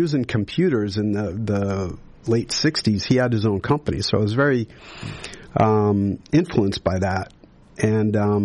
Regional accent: Weymouth, Massachusetts, United States; Grew up in fabulous Weymouth, Massachusetts, an amazing place to grow up. My dad and my mother both grew up in Medford and Somerville.

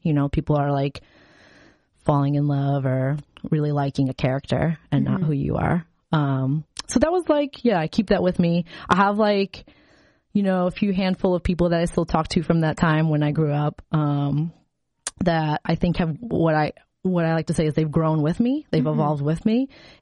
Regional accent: Chicago, Illinois, United States; also born or lived in Indiana, United States; Like I grew up in Chicago and we had moved to a rural, very rural town in Indiana.

